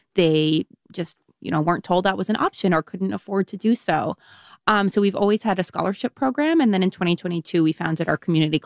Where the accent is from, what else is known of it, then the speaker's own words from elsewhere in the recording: Boston, Massachusetts, United States; So I'm from the Boston area